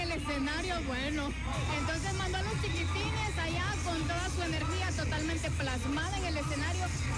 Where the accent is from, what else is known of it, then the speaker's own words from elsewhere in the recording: El Salvador; estamos completamente en vivo desde Bisport, viviendo esta alegría, esta unión como salvadoreños y alegres nosotros